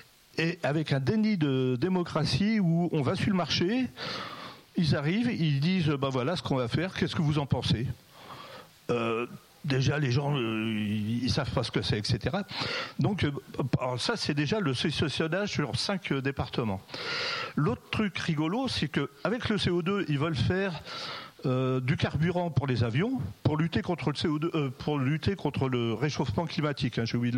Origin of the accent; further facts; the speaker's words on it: Saint-Nazaire, Pays de la Loire, France; Et en fait, chez nous, moi, je suis de Saint-Nazaire, en Loire-Atlantique, il y a une enquête publique qui est trop drôle.